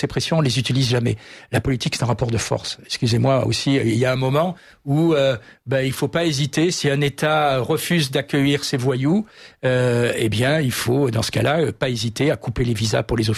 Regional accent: Provence-Alpes-Côte d'Azur, France; je suis originaire de PACA

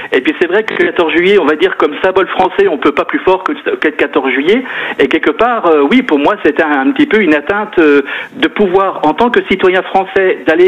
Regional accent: France; Mais nous, vous comme moi, on est français, on est chez nous

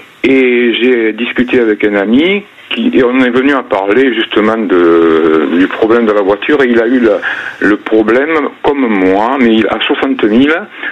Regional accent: Provence-Alpes-Côte d'Azur, France; D'à côté d'Arles. Ah, dans les Bouches-du-Rhône.

